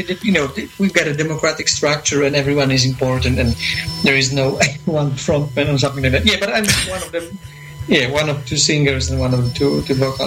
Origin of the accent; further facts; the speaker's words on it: Gdańsk, Pomeranian Voivodeship, Poland; we are from Central Europe, Central Eastern Europe, from Poland. We are from Gdańsk, in the city of. Of Gdańsk is a city in the north of Poland by the Baltic Sea.